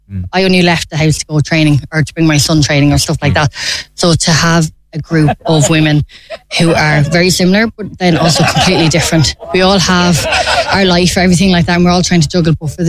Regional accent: Kilteegan, Leinster, Ireland; now in Baltinglass, Ireland; I am with them from nearly the very start. I'm originally from Kilteegan, so only about 10 minutes out the road. But I live and I'm married in Ballinglass, so this would be our local club.

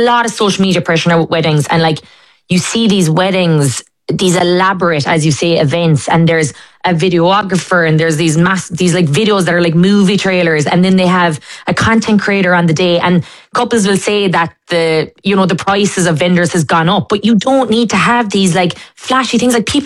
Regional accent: Listowel, Munster, Ireland; my hometown again of Listowel

